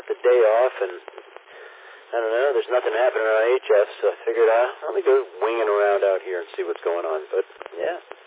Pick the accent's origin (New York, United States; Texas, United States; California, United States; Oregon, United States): New York, United States; Lake Ronkonkoma; born there; also born or lived in St. Petersburg; now in Florida, United States; originally, I was born in Long Island, a little town called Lake Ronkonkoma. 65 years ago?